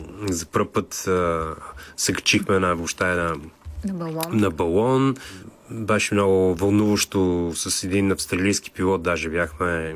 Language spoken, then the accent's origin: Bulgarian; Plovdiv, Plovdiv Province, Bulgaria; Аз живея в Пловдив. Там съм израснал.